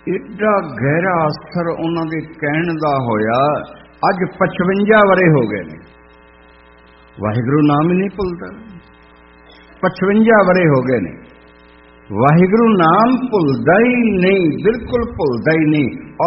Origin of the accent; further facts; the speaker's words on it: Lahore, Punjab, Pakistan; ਮੇਰਾ ਲਾਹੌਰ ਦਾ ਹੀ ਜੰਮਪਲ ਹੈ, ਉੱਥੋਂ ਦਾ ਹੀ ਮੈਂ ਐਜੂਕੇਟਡ ਹਾਂ, ਵਿੱਦਿਆ ਮੇਰੀ ਸਾਰੀ ਉੱਥੋਂ ਦੀ ਹੀ ਹੈ।